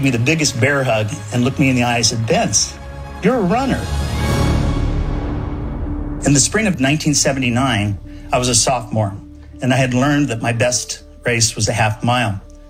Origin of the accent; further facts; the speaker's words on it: Tennessee, United States; born there; also born or lived in Japan / Spain; I was born in Tennessee. I started kindergarten in Japan, and I graduated from high school in Spain.